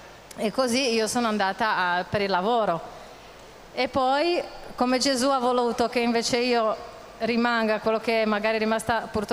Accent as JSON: {"language": "Italian", "country": "Czechia", "tie": "born or raised there", "second_language": "Italian", "moved": "as an adult", "lives_now": "Italy", "said": "io vengo dalla Repubblica Ceca, che come tanti sanno è un paese ex comunista, quindi è un paese dove di Gesù della fede non si parla molto."}